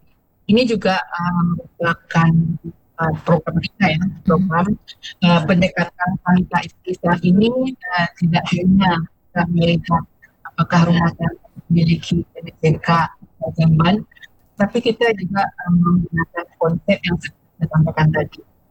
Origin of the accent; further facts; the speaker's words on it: Padang, West Sumatra, Indonesia; kita warga Kota Padang